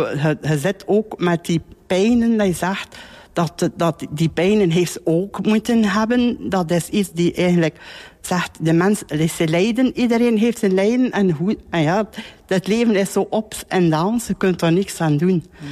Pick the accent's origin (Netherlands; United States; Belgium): Belgium; Moorslede, Flanders; Ik ben hier geboren in Moorsleden en die vroeger het rusthuis is in Moorsleden. En dat was dan niet, dat was niet zoveel vroeger in de jaren. Ik ben in 59 geboren